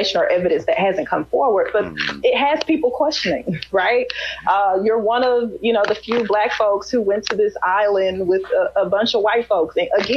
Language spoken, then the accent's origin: English; Mississippi, United States; I'm from Mississippi.